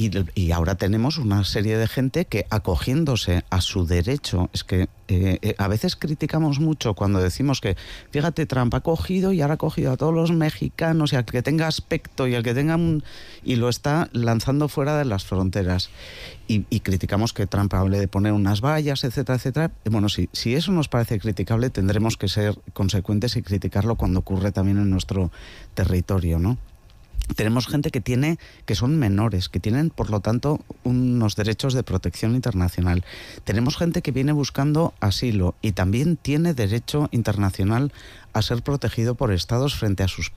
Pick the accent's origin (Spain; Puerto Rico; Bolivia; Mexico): Spain; Irún, Basque Country; yo soy de Irún, somos población de frontera